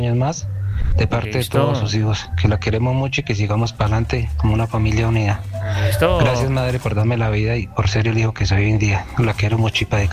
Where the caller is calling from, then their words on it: Argelia, Colombia; de parte de su hijo … ¿sí? Aquí en Argelia